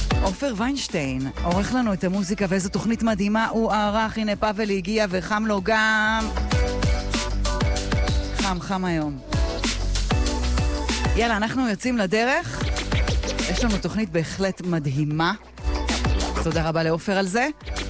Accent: Rishon LeZion, Central District, Israel; born there; moved away; also born or lived in Jerusalem; אני חזרתי לגור בראשון אתמול, שלשום. אחרי 26 שנים שלא גרתי בה, נולדתי כאן. אבל גרתי בירושלים.

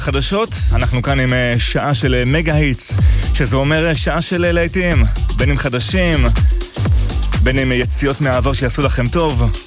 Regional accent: Migdal HaEmek, Northern District, Israel; במגדל העמק, העיר שבה גדלתי.

